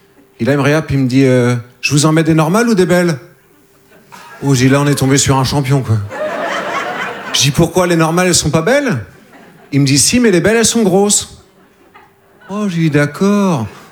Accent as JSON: {"language": "French", "region": "Nouvelle-Aquitaine", "country": "France", "said": "Moi, je fais partie de ce qu'on appelle les humoristes de province. Je viens des Deux-Sèvres. Vous connaissez les Deux-Sèvres ? Non ? C'est entre la Vienne et la Vendée."}